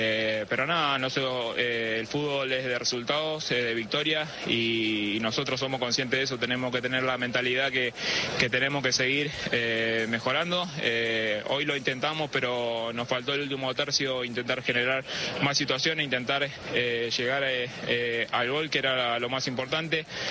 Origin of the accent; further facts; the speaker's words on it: Argentina; Soy un argentino más que va a alentar por ellos